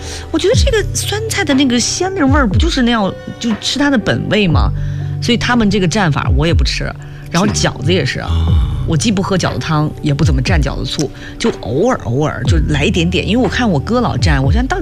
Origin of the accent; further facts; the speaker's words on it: Northeast China, China; 你别看我是东北人哈